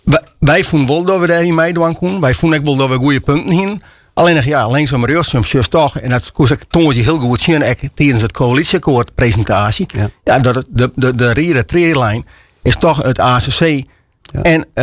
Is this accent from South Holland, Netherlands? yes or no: no; Friesland, Netherlands; ik ben Fries.